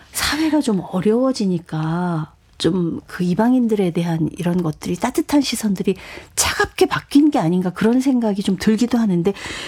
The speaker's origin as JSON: {"language": "Korean", "country": "South Korea", "said": "우리나라도"}